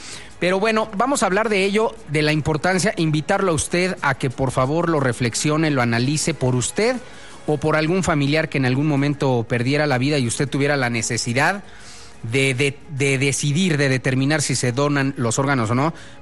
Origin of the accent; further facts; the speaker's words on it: Mexico; ¿Qué tan solidarios somos los mexicanos?